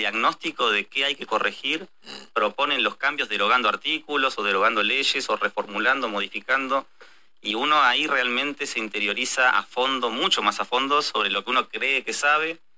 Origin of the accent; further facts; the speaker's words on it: Hurlingham, Buenos Aires Province, Argentina; Hurlingham, iba al colegio en Ramos Mejía, al colegio Ward, por ahí